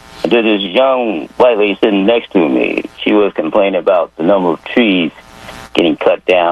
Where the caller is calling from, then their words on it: Philadelphia, Pennsylvania, United States; In West Philly. I lived in West Philly for years.